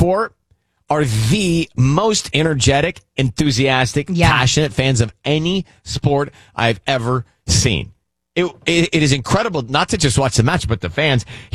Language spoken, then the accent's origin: English; Atlanta, Georgia, United States; now in Los Angeles, United States; my hometown of Atlanta.